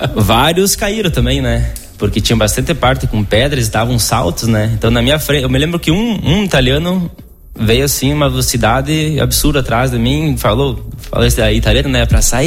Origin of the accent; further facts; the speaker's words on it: Brazil; eu sou brasileiro também